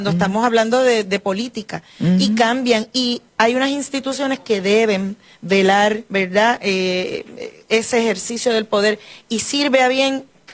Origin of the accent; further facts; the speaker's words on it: Puerto Rico; soy la primera puertorriqueña seleccionada en el JSK Fellowship